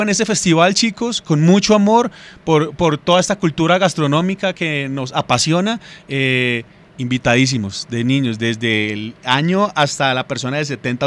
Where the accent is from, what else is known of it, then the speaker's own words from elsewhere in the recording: Colombia; mi país, a Colombia. Soy colombiano